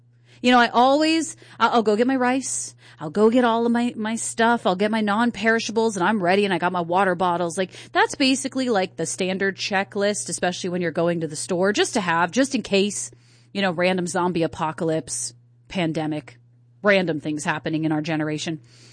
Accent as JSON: {"language": "English", "region": "East Coast", "country": "United States", "tie": "born or raised there", "moved": "yes", "lives_now": "Hawaii, United States", "said": "back when I was growing up on the East Coast"}